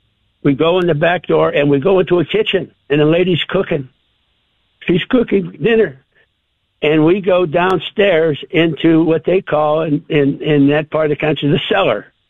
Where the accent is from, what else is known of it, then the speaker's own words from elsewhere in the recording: Pennsylvania, United States; I grew up in Western Pennsylvania